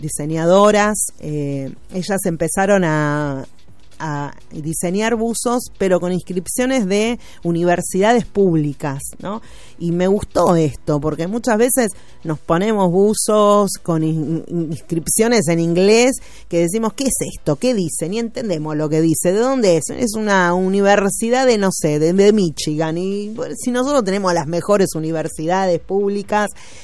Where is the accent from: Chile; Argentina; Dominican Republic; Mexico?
Argentina; Nosotros sabemos que en Argentina somos argentinos, orgullosos de eso, amamos nuestro país